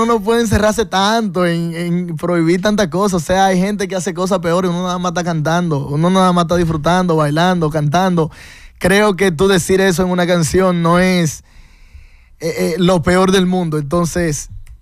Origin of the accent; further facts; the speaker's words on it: Dominican Republic; somos dominicanos.